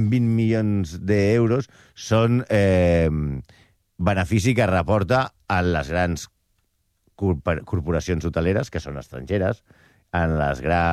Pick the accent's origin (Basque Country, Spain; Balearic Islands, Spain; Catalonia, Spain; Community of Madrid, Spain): Catalonia, Spain; Barcelona; Jo vivia al costat de la Sagrada Família, que és un barri que jo no reconec ara. O sigui, jo vivia de petit, de nen. Jo vaig néixer allà, a la Sagrada Família, al carrer València, amb la Pan.